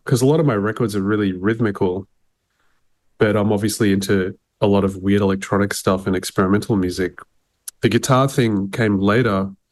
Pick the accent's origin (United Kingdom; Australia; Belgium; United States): Australia; Sydney, New South Wales; I grew up in Sydney